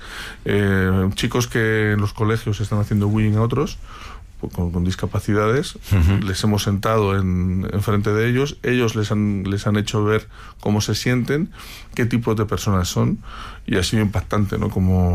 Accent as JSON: {"language": "Spanish", "town": "Madrid", "region": "Community of Madrid", "country": "Spain", "said": "yo me he criado, aunque soy de aquí de Madrid, he tenido la suerte de veranear en pueblos de la España vaciada"}